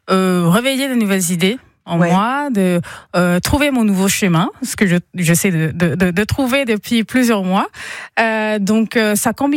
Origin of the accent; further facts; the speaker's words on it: Caracas, Capital District, Venezuela; now in Strasbourg, France; Et bonjour … On vient tous les deux de Caracas.